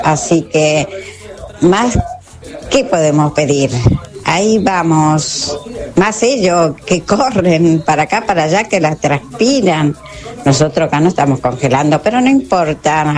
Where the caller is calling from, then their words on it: Lomas de Zamora, Buenos Aires Province, Argentina; de Loma Zamora